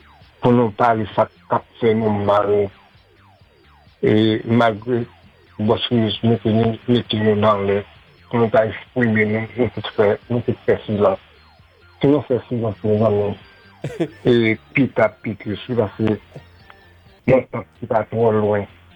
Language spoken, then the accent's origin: French; Haiti; Maintenant, je suis haïtien, ça va passer là.